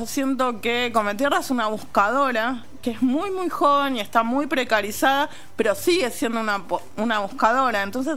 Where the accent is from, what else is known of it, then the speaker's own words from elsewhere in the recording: Argentina; yo nací en Argentina en 1978